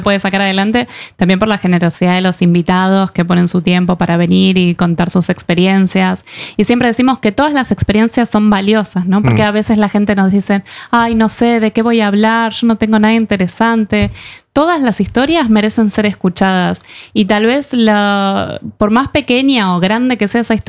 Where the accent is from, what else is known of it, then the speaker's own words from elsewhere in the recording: Argentina; Los argentinos nos creemos psicoterapeutas de todos. Acá psicoanalizamos a todos los argentinos.